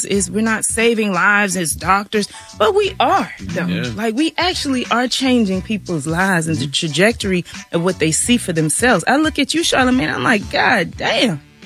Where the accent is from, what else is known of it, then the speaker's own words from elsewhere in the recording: South Carolina, United States; I'm from South Carolina, small town. Grew up in the church. Low to mid-class family.